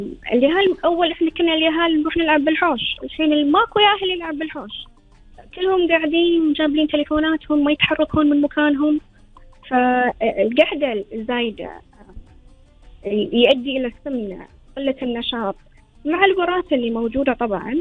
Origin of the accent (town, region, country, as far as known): Kuwait